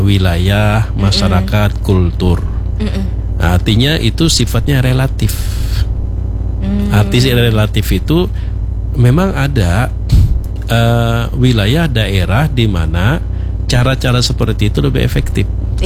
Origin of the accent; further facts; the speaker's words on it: Banjar, South Kalimantan, Indonesia; kita orang Banjar